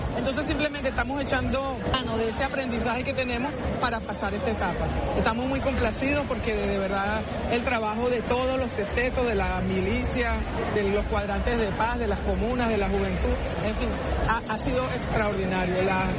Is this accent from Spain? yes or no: no; Venezuela; Con esa confianza, con ese tesón que hemos tenido como venezolanos y venezolanas